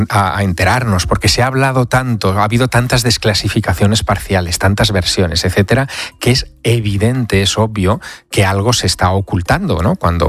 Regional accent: Teruel, Aragon, Spain; Pues mira, me voy a Teruel, a mi ciudad natal.

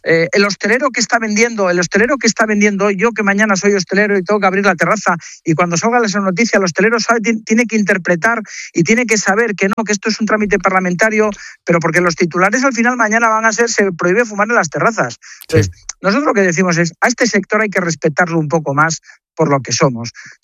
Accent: Asturias, Spain

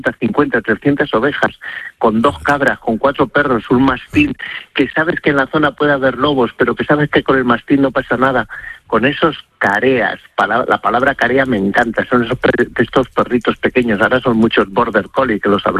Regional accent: Castile and León, Spain; also born or lived in Madrid; Pero bueno, ¿cómo no lo voy a conocer si es mi tierra? Que es que yo me crié tirando cantos a los del pueblo de arriba, a los de Navasequilla, y los de la Lastra me tiraban cantos a mí

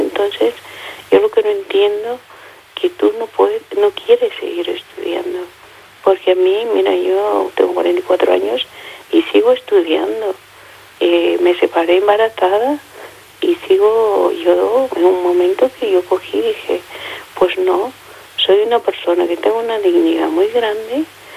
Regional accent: Peru

